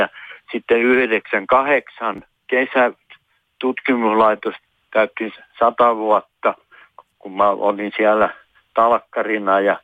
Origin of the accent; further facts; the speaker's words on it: Pirkanmaa, Finland; mä oon maatalosta kotoisin, eli Kallenautiossa olen syntynyt. Meillä on maatalo siellä 15 hehtaari pelto